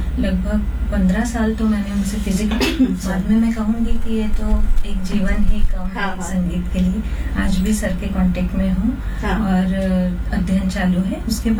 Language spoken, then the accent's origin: Hindi; Madhya Pradesh, India; तो मुझे अच्छा लगता है कि मैं ऐसी नगरी से हूँ जहाँ से इतने बड़े बड़े आर्टिस्ट निकले हैं. सो मध्य प्रदेश जो है उसको तो भारत का हृदय कहा जाता है